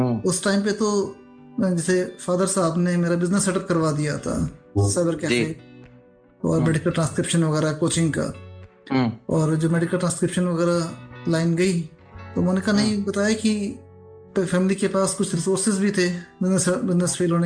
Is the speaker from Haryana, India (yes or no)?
yes; Haryana, India; मैं बेसिकली हरियाणा से हूँ